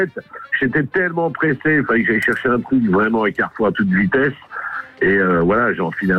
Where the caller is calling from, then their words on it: Nouvelle-Aquitaine, France; j'habite en Dordogne.